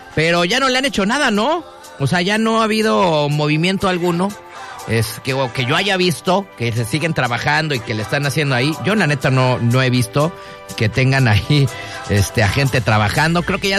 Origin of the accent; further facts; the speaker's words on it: Mexico; se nos olvidan como buenos mexicanos